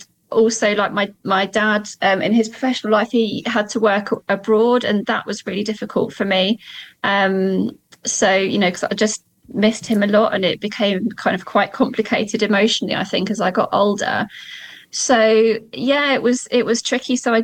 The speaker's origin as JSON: {"language": "English", "town": "Guildford", "region": "South East England", "country": "United Kingdom", "said": "I'm from Guildford."}